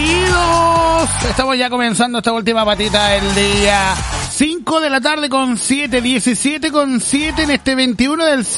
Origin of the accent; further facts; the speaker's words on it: Chile; como buen chileno, yo soy mecha corta